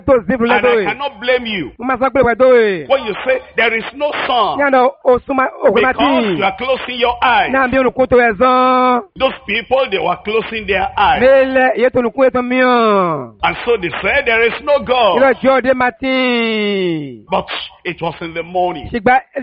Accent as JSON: {"language": "English", "country": "Nigeria", "said": "Because I came from Nigeria, Africa."}